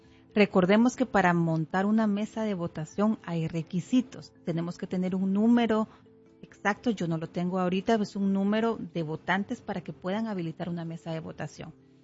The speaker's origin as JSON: {"language": "Spanish", "country": "Guatemala", "moved": "yes", "said": "si yo vivo en Guatemala, en las elecciones pasadas, mi información está que yo vivo en Guatemala. Pero ahora vivo acá"}